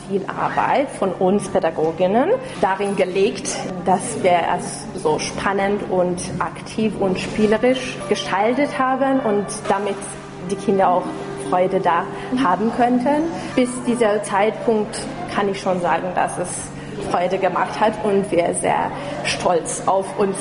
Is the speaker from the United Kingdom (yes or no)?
no; Szentgotthárd, Vas, Hungary; moved away as an adult; now in Budapest, Hungary; ich komme nämlich aus St. Gotthard. Und da gibt es auch schwäbische Minderheit, also Ungarndeutsche und auch Wendt-Leute, die eine Art von Slowenisch sprechen. Also Nationalitäten sind da so gemischt